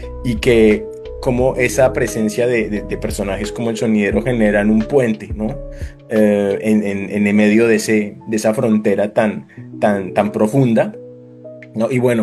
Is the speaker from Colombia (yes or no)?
yes; Colombia; también como colombiano, como reportero colombiano